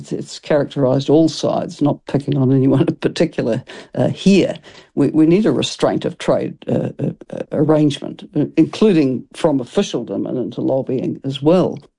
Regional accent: New Zealand; as a New Zealander

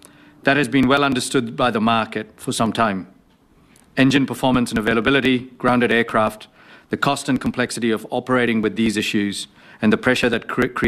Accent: New Zealand; We as Kiwi already travel a lot

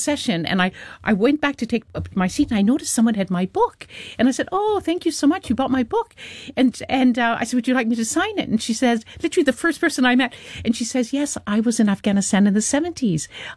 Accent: Canada; moved away as an adult; now in London, United Kingdom; In Canada, we have many, many more First Nations, but there's a lot that we have our Canadian. I'm talking about being Canadian, but of course I work for the BBC and for a very, very long time, and I live in London, England.

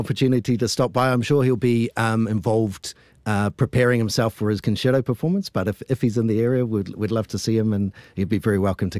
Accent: Palmerston North, Manawatū-Whanganui, New Zealand; moved away as an adult; also born or lived in Liverpool; now in Auckland, New Zealand; a young cellist growing up in Palmerston North.

